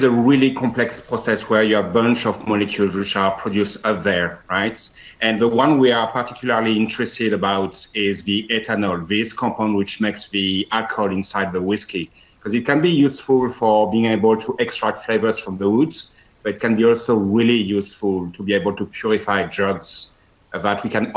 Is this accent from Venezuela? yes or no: no; Scotland, United Kingdom; I'm from Scotland